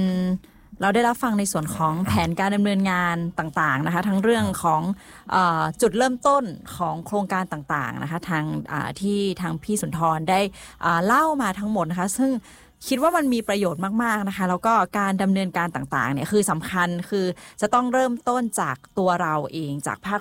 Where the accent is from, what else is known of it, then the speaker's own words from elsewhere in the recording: Lamphun, Thailand; คนเราเป็นคนลำพูนเหมือนกันนะคะ